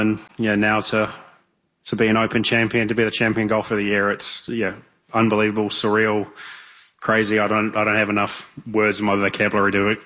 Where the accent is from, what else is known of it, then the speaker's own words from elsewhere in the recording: New Zealand; growing up in New Zealand, we play in a fair bit of wind